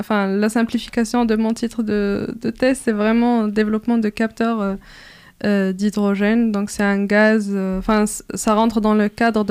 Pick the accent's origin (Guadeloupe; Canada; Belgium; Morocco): Morocco; moved away as an adult; now in France; je suis d'origine marocaine. J'ai fait d'abord mes études au Maroc